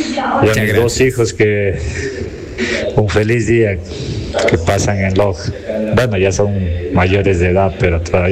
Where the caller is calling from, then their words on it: Zumba, Zamora-Chinchipe, Ecuador; de acá de Zumba, de parte de su papá